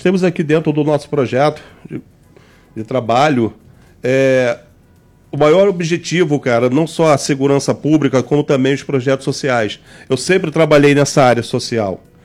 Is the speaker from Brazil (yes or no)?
yes; Brazil; eu sou brasileiro